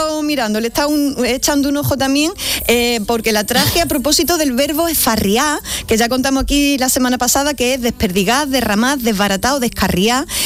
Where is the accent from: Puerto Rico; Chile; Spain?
Spain; Andalusia; que es como se diría en mi pueblo, en vuestro pueblo se dice, te vas a escalabocinar.